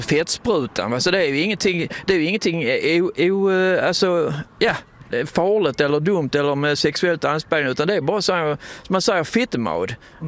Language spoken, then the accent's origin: Swedish; Skåne, Sweden; accent: Skåne dialect; vi måste anpassa vår dialekt till folk som kommer hit. Men sen när vi åker härifrån så måste vi anpassa vår dialekt dit vi kommer.